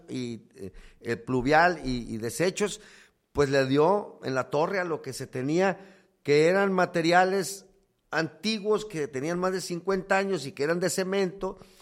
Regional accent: Guasave, Sinaloa, Mexico; now in Los Mochis, Mexico; Ahí tenemos el pueblo mío, donde nací, en Guasave.

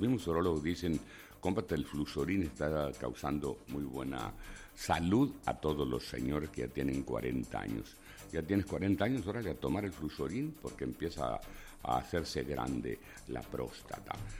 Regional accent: Choix, Sinaloa, Mexico; moved away; saludos para él allá en Choice, mi pueblo.

